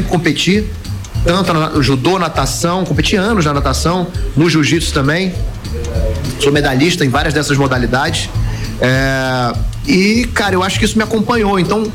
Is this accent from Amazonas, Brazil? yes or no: yes; Manaus, Amazonas, Brazil; moved away; Meu pai migrou para o Amazonas, casou com minha mãe lá. Eu sou de Manaus, eu cresci em Manaus, cresci num ambiente espetacular, maravilhoso.